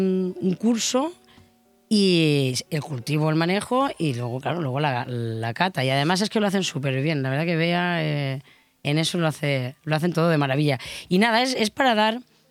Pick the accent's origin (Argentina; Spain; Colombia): Spain; Polop, Valencian Community; born there; Yo, cuando era pequeña, en Polopa había mucha viña.